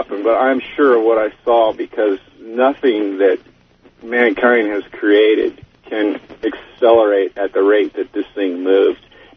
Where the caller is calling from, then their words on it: California, United States; I'm calling from Northern California.